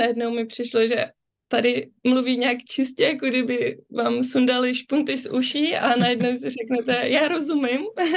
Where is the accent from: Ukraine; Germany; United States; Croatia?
Germany; born or raised there